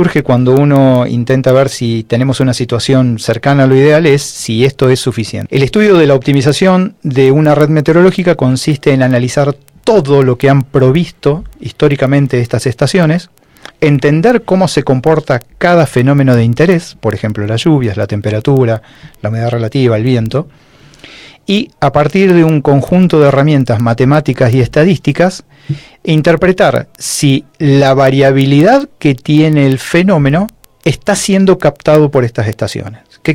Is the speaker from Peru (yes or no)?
no; Argentina; Somos Argentina y eso significa que experimentamos vaivenes